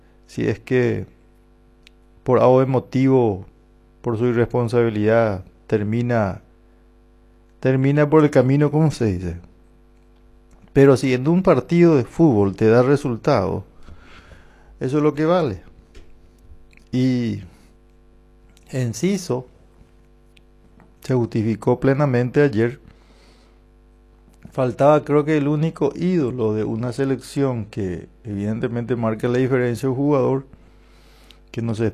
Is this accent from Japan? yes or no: no; Paraguay